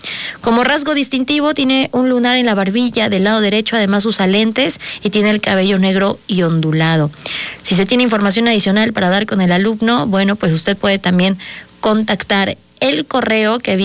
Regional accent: Puebla, Mexico; como poblanas y poblanos

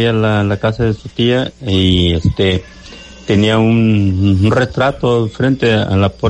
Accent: Gómez Farías, Jalisco, Mexico; moved away; Cerca de mi tierra natal, Gómez Farías.

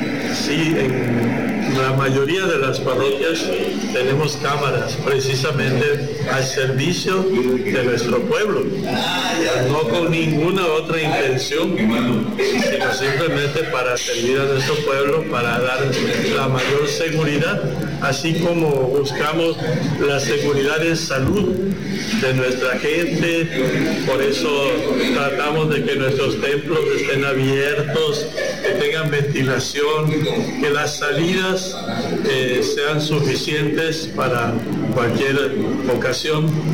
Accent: Tabasco, Mexico; como pueblo mexicano y tabasqueño

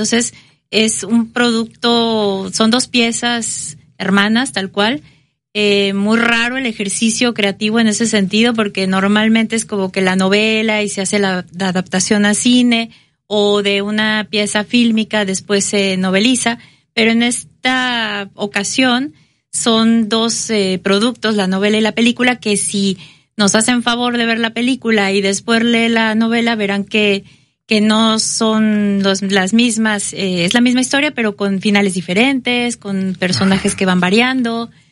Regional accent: Xalapa, Veracruz, Mexico; mi hermano y yo sí somos de Jalapa.

